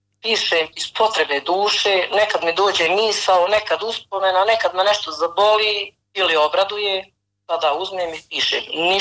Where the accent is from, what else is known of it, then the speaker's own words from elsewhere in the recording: Dobretići, Federation of Bosnia and Herzegovina, Bosnia & Herzegovina; dolazim iz sela Melini, Bosna, Srednja Bosna, naše općina je Dobretići.